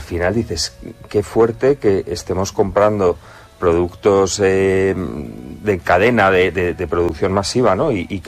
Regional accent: Zamora, Castile and León, Spain; Bueno, yo que soy de Zamora, mantas zamoranas, ¿no?

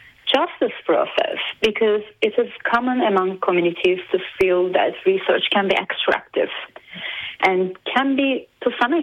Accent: Turkey; Turkey, my home country

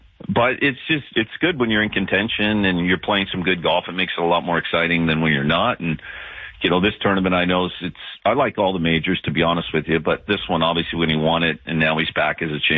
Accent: United Kingdom; I'm British.

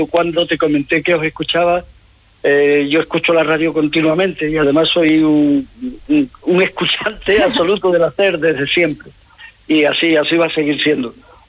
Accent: Huelva, Andalusia, Spain; Hay muchos otros temas que están basados en Huelva y, bueno, están un poquito ahí oscurecidos, pero que va. Yo casi siempre he hablado de mi tierra. Es algo que llevo dentro. Yo no he querido nunca dejarla, ni pienso hacerlo

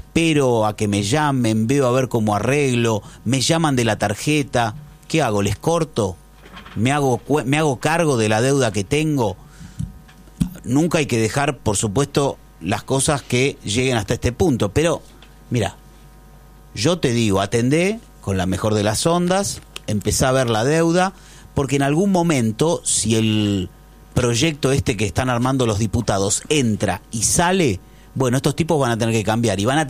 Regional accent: Argentina

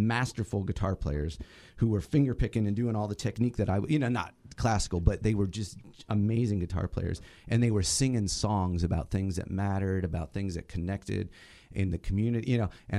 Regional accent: Randolph, Ohio, United States; born there; I was born near Kent, Ohio. Randolph, Ohio.

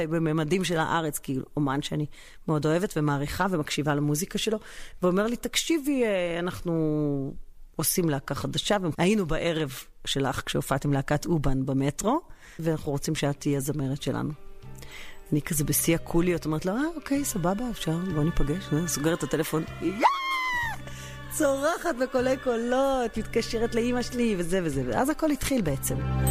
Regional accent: Jerusalem, Jerusalem District, Israel; moved away; חזרתי הביתה כמו ירושלמית טובה

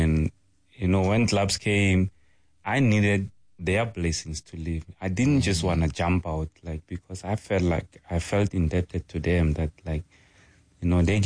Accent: Rampahlele, Limpopo, South Africa; I'm from Rampahlele, and you know, and where I grew up, it's always been about humility and loving each other and supporting each other.

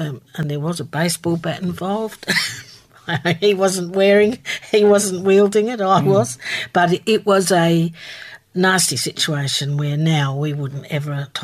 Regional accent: Port Vincent, South Australia, Australia; And I grew up on York Peninsula in South Australia. Mm. I was a country kid.

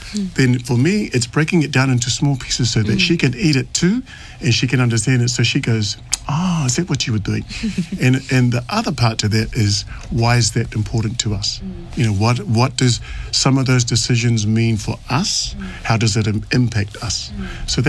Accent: Rarotonga, Cook Islands; moved away as an adult; now in Wellington, New Zealand; Currently I'm living in Wellington, but I'm from Rara, from the village of Ararangi. I'm from the Ngāti Kaena family in Ararangi and Ngāti Te Awa in Tupapa and Ngāti Ingatū in Ariora in Atu, Enua

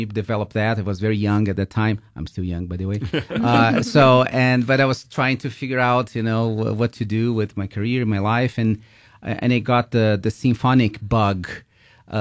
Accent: Brazil; moved away; I grew up, I'm also from Brazil like Roberto

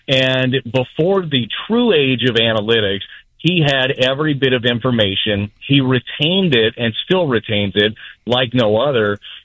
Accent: Las Vegas, Nevada, United States; I was a kid from Vegas, so relatively St. Louis-wise, I knew nothing about St. Louis.

